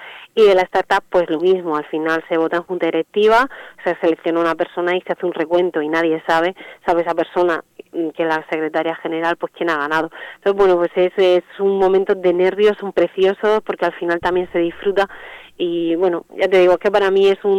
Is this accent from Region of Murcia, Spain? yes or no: yes; Region of Murcia, Spain; la región de Murcia somos muy potentes en el sector salud y en el sector de alimentación.